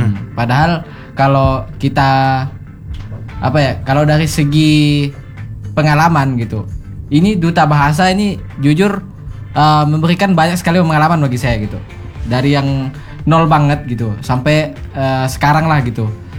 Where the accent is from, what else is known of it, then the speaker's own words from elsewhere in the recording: Sambas, West Kalimantan, Indonesia; Kayak saya ini dari Sambas gitu kan. Mau memperkenalkan lah budaya-budaya Sambas kepada orang-orang se-Kalimantan Barat gitu.